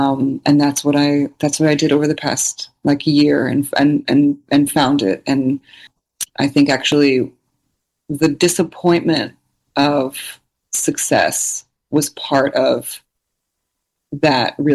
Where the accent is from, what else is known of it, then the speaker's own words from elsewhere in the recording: New Jersey, United States; the single mothers, single immigrant mothers I grew up with in New Jersey